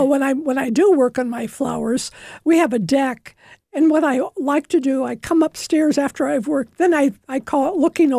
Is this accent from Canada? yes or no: no; Indiana, United States; moved away; This is in Indiana. Okay. We're from Indiana.